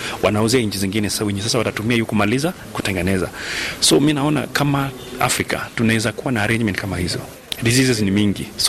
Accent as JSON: {"language": "Swahili", "country": "Kenya", "said": "Mimi kama Mkenya utahitaji visa kama 10 ama 20 uende kwa nchi nyingine"}